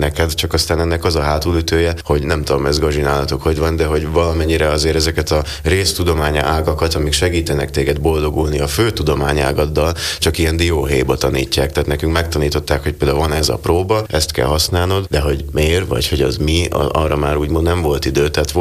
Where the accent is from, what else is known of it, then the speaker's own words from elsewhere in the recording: Slovakia; now in Budapest, Hungary; Ugye én Budapesten tanulok, Szlovákiából költöztem oda 2 éve.